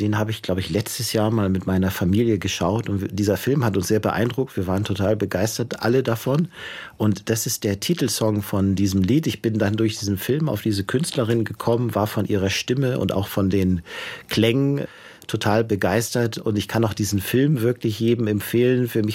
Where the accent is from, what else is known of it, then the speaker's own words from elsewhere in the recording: Northern Germany, Germany; Ich komme ja aus dem Norden, da ist sozusagen das Meer und die Küste